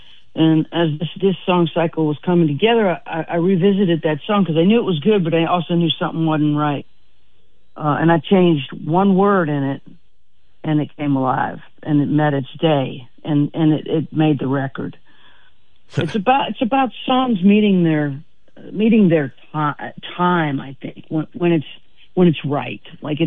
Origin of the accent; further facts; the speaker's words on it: Baton Rouge, Louisiana, United States; now in Nashville, United States; I'm from Baton Rouge.